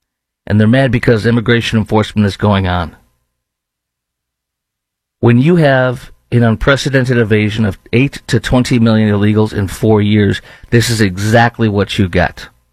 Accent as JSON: {"language": "English", "town": "Chicago", "region": "Illinois", "country": "United States", "tie": "born or raised there", "moved": "yes", "said": "John Paul II was the Pope John Paul II was the hero of the Polish of my Polish family growing up in Chicago."}